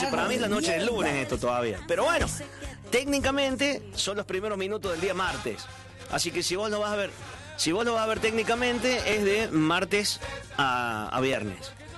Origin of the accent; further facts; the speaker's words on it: Argentina; ¿Cómo somos nosotros los argentinos?